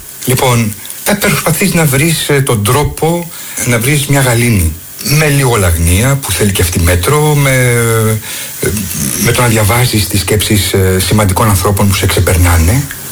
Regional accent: Tilos, South Aegean, Greece; also born or lived in Rhodes; η ταυτότητά μου γράφει γεννηθεί στη Ρόδο. Είμαι ένα παιδί που μεγαλώνει όμως στην Τήλο. Δηλαδή το νησί που μεγάλωσα είναι η Τήλος. Μπορεί να άνοιξε τα μάτια μου στη Ρόδο, αλλά ο τόπος που με όλες μου τις αισθήσεις άρχισα να αντιλαμβάνομαι και να προσπαθώ να καταλάβω τον κόσμο είναι η Τήλος.

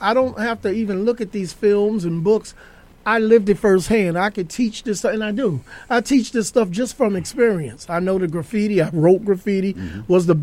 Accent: New York City, New York, United States; we grew up in High Bridge in the Bronx.

